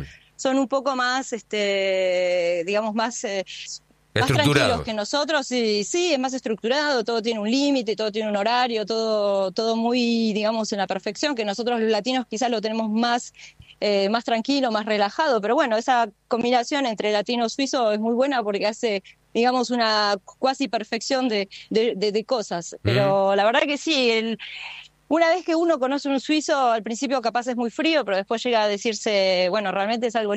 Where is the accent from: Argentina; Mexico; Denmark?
Argentina; moved away as an adult; now in Valais, Switzerland; los argentinos que vivimos en Valais, porque también, bueno, en Suiza, porque somos una minoría, estamos en un país que no es nuestro